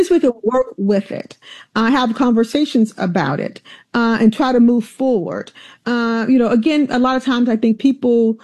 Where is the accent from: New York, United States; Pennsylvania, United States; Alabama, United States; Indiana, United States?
Alabama, United States; growing up in Alabama